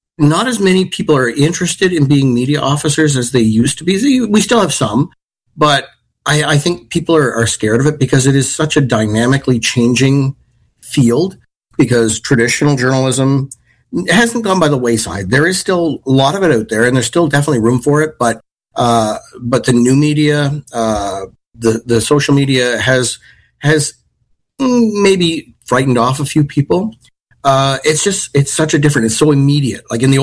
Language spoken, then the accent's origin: English; Nova Scotia, Canada; moved away as an adult; now in Ontario, Canada; by the time I was 15, I was doing that in my hometown in Nova Scotia.